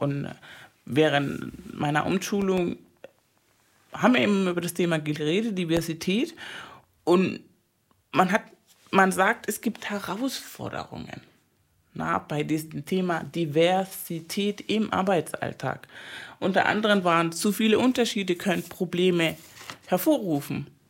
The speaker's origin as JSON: {"language": "German", "country": "Venezuela", "said": "Ich bin ja aus Venezuela und ich war in Kuba"}